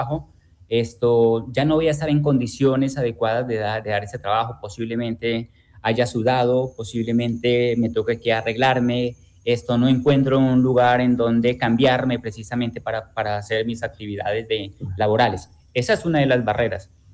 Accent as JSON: {"language": "Spanish", "country": "Colombia", "said": "nosotros como colombianos"}